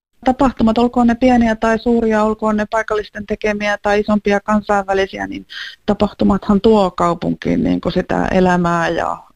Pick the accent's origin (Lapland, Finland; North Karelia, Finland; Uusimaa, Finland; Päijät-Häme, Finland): Päijät-Häme, Finland; Lahti; Onhan se upeeta lahtelaisena